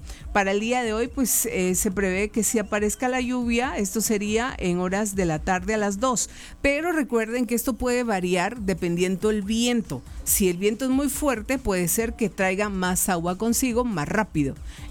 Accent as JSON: {"language": "Spanish", "town": "San Pedro Carchá", "region": "Alta Verapaz", "country": "Guatemala", "tie": "born or raised there", "lives_now": "Cobán, Guatemala", "said": "Ayer pasó algo en mi pueblito natal, más no sé si acá en Cobán, porque obviamente yo estaba en San Pedro Carrechá."}